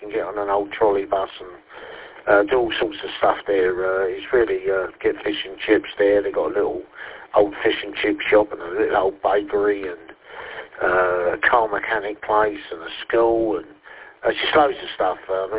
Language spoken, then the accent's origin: English; London, United Kingdom; born there; moved away as an adult; now in County Durham, United Kingdom; I was born in London, and we moved up here nearly five and a half years ago